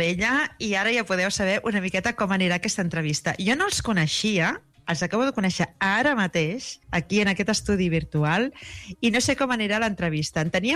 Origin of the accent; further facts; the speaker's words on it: Catalonia, Spain; perquè jo també sóc del Camp de Tarragona